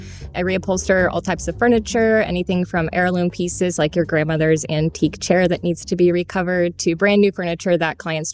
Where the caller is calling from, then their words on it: Nashville, Tennessee, United States; I'm calling from Nashville, Tennessee.